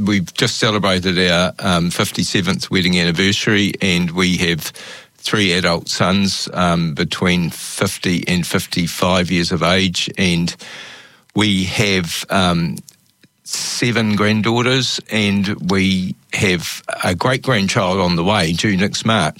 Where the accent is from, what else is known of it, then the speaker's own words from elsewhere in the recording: Christchurch, Canterbury, New Zealand; Yep, I grew up in Linwood Ave in Christchurch, and what I would consider to be a pretty normal working class family.